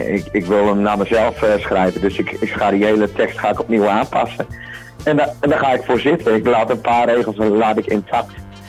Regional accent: Groningen, Netherlands; accent: Gronings; Ik ben zelf een Groninger.

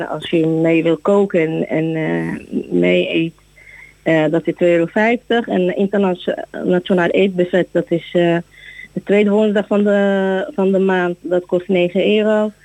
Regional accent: Netherlands; als Nederlander dan ben je dat niet gewend.

